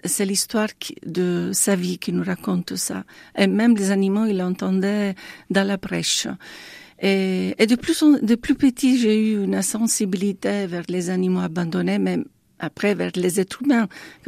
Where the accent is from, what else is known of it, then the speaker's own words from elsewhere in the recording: Italy; French is a second language; moved away as an adult; now in France; je suis italienne. J'habite en France, ça fait 13 ans déjà. Je viens d'une famille chrétienne catholique et j'ai grandi à pain et films religieux et spirituels